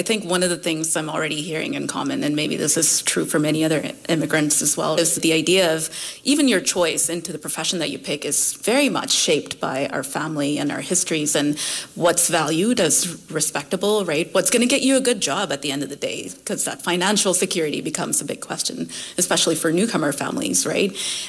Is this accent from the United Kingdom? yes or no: no; Saudi Arabia; born or raised there; also born or lived in India